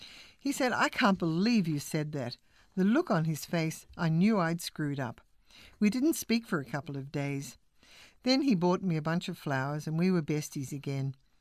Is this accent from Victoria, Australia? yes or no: no; New South Wales, Australia; I'm from Kamilaroi in western New South Wales